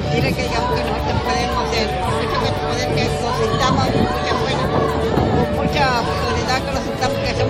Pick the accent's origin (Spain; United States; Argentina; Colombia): Colombia; Burraco, Chocó; Burraco Pueblo.